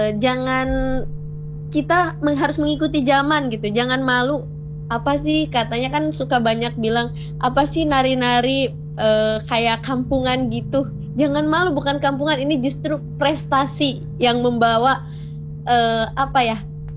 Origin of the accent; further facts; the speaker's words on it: Sumur Tilu, Sukabumi, West Java, Indonesia; moved away; suasana kampung saya Sumur Tilu